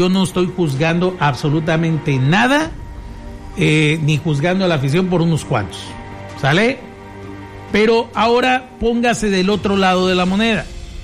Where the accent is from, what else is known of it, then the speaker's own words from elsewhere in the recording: Mexico; los mexicanos somos bien fiesteros